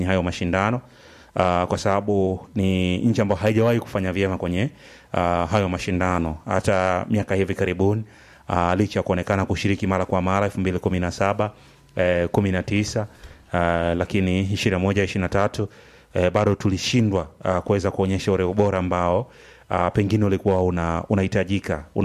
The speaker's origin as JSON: {"language": "Swahili", "country": "Tanzania", "said": "sisi ni Watanzania tunajijua."}